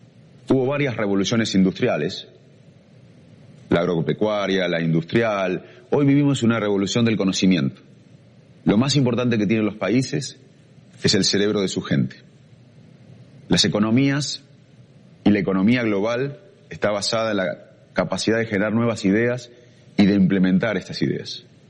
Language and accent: Spanish; Argentina; moved away as an adult; also born or lived in United States / Cambridge, England; Y en el 2001 regresé a la Argentina. El 2001 fue un año de crisis en mi país